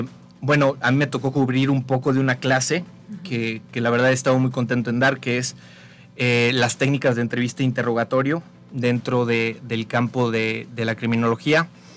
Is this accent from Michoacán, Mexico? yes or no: no; San Luis Potosí, Mexico; yo soy de acá de San Luis y bueno, toda mi vida la he pasado acá.